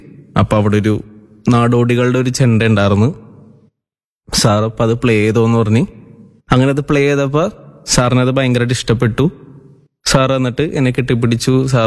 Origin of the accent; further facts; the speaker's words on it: Thoppumpady, Kerala, India; ഞാൻ തോപ്പുംപടി സ്വദേശിയാണ്.